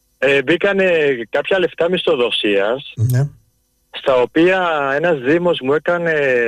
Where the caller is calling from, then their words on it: Greece; Σαν Έλληνας